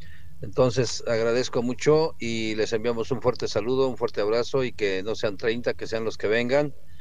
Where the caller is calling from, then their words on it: Palmar de Bravo, Puebla, Mexico; desde San Miguel Chaltepec, Palmar de Bravo, Puebla.